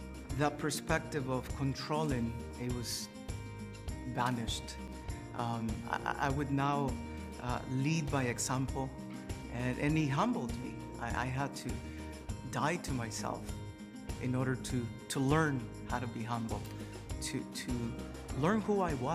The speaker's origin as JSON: {"language": "English", "country": "Mexico", "tie": "born or raised there", "moved": "yes", "said": "I was born and raised in Mexico. My father was a labrador, a campesino, a farmer."}